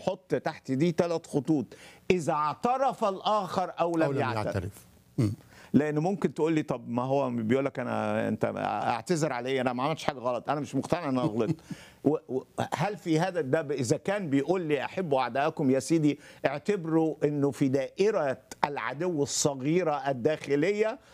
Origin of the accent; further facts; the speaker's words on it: Upper Egypt, Egypt; وزي ما عندنا في الصعيد الطار بقى والحاجات دي كلها